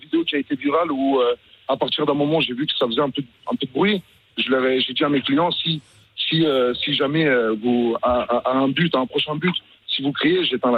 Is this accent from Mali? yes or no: no; France; en tant que Français